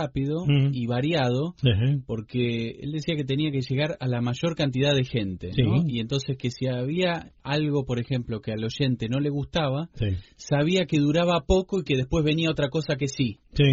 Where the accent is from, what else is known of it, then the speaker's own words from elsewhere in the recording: Santa Fe, Argentina; Yo digo con orgullo, soy de Santa Fe.